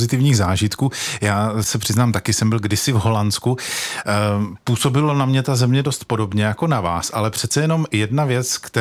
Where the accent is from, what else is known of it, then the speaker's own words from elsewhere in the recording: Brno, South Moravian Region, Czechia; born there; já přece jenom taky jsem z Jižní Moravy, jsem rodilý Brňák, takže na tento kraj jsem zvyklý